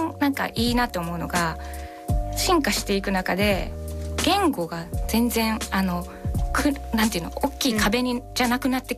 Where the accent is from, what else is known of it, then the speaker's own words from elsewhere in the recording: Kyoto, Japan; 京都、まあ、出身で京都住んでたっていうのもあって、ちょっと日本の文化がすごい周りに溢れてて。